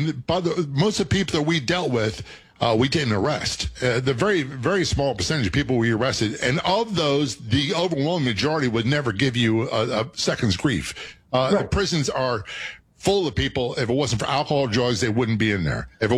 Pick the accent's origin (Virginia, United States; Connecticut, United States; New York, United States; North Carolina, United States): Virginia, United States; Norfolk; I grew up in Norfolk, Virginia. Most of my childhood was in Norfolk, Virginia, and I never felt like I fit in.